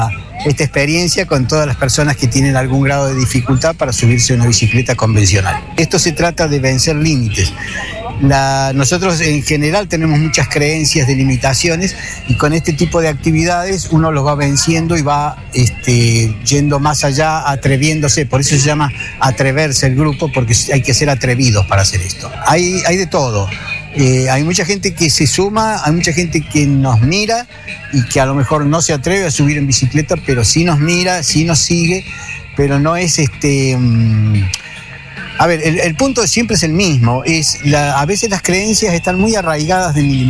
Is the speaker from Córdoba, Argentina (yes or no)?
yes; Córdoba, Argentina; Yo soy de Córdoba capital.